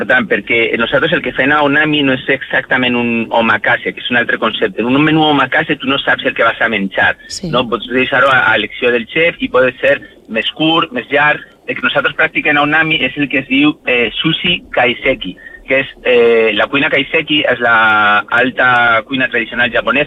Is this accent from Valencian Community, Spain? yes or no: yes; Valencia, Valencian Community, Spain; Jo soc de València, que és aquí